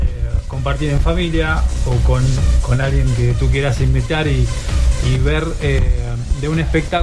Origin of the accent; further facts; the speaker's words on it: Argentina; Nosotros somos de Argentina